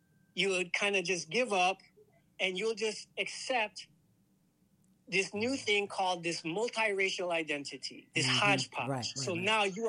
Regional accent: United States; collectively, as African American people, we've been living with that pain.

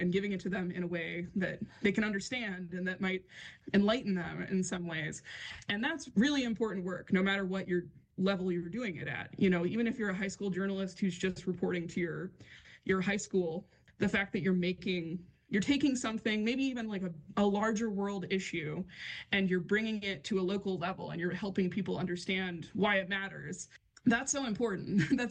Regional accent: Indiana, United States; I grew up in Indiana

